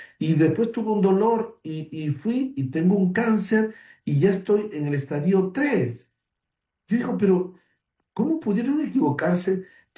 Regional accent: Tumbes, Peru; moved away; yo soy de Tumbes, en el norte

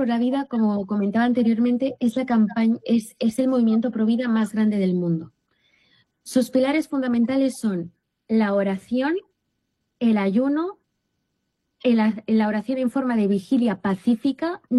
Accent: Tarragona, Catalonia, Spain; born there; moved away; el Señor me pidió que abriera la campaña en Tarragona, que es mi ciudad natal

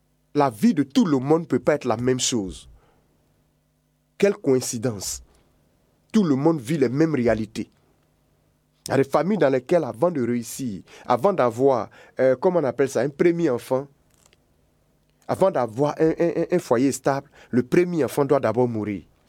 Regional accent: Côte d’Ivoire; Chez nous, en Côte d'Ivoire, ça se dit.

